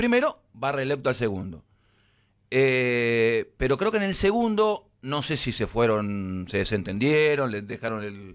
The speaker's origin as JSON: {"language": "Spanish", "town": "Avellaneda", "region": "Buenos Aires Province", "country": "Argentina", "tie": "born there", "also_born_or_lived": "Lanús", "said": "yo que soy una persona del barrio, que viví en Lanús y Avellaneda, fui al colegio en Avellaneda"}